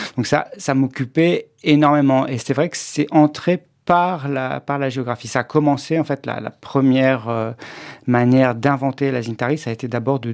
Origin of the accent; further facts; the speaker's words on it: Auvergne-Rhône-Alpes, France; j'ai grandi dans l'Isère, et de l'autre côté, c'était l'Ain.